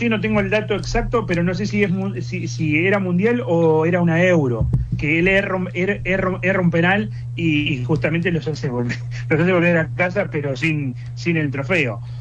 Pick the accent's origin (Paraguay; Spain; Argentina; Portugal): Argentina; now in United Kingdom